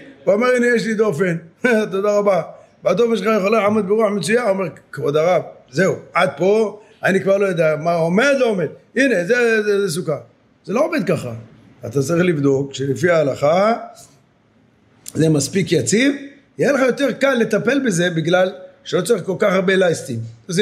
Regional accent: Jerusalem, Jerusalem District, Israel; כשהיינו קטנים היינו גרים באיזו שכונה בירושלים, שכונת הבוחרים

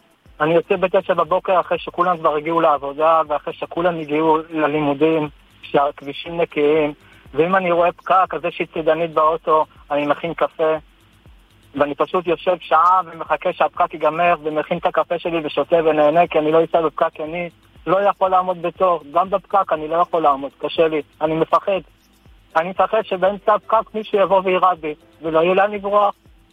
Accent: Jerusalem, Jerusalem District, Israel; now in Azrikam, Israel; אני יליד ירושלים, היום אני גר במושב עזריקה.

